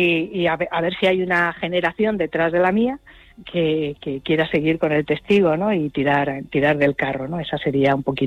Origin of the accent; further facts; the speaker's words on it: Valencia, Valencian Community, Spain; born there; Valencia es donde yo nací, o sea que de alguna forma es como de, no sé, como que se tenía que cerrar el círculo